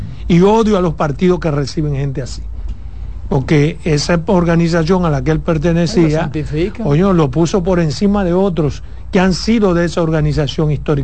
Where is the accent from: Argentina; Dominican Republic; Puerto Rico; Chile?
Dominican Republic; Pedernales; yo, que soy de Pedernales, que conozco a Rafaelín, lo conozco.